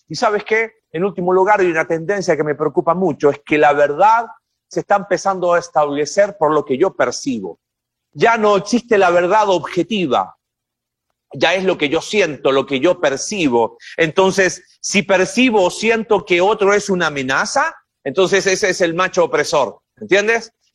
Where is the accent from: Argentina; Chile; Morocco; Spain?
Chile; en nuestro país, en Chile